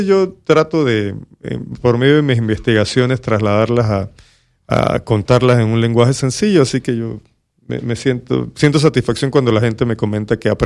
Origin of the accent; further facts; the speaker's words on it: Panama; cómo vivimos esa época los panameños que todavía no éramos independientes